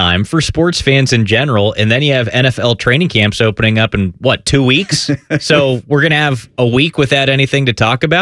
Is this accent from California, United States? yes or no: yes; California, United States; now in Midwest, United States; I grew up in Southern California, close to wildfires.